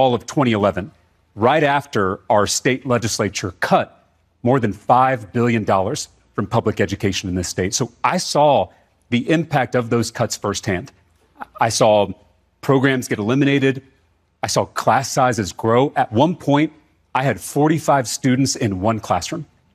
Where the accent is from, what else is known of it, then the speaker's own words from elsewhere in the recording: Round Rock, Texas, United States; when a seat in that very same legislature opened up in my hometown of Round Rock, Texas, I threw my hat in the ring